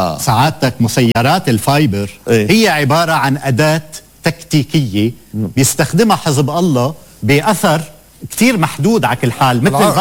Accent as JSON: {"language": "Arabic", "region": "South Governorate", "country": "Lebanon", "tie": "born there", "said": "انا جاي هلا من شعبي، من ارضي، من ناسي، ضيعتي على تخوم الزهراني، بعدها لحد هلا بمنأى عن انذارات الاخلاء يلي طالت وانتقلنا من شمال الليطاني لشمال الزهراني"}